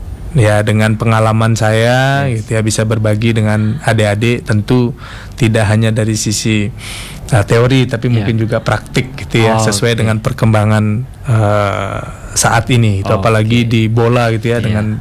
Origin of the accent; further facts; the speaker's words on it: Bangli, Bali, Indonesia; now in Singaraja, Indonesia; Karena kebetulan asal saya dari Bangli gitu.